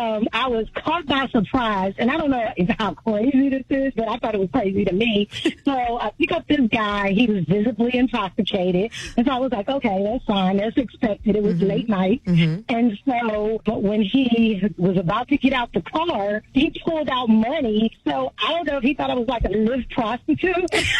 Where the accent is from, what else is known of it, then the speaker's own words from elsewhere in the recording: Philadelphia, Pennsylvania, United States; I am originally from Philadelphia, so I'm kind of fearless.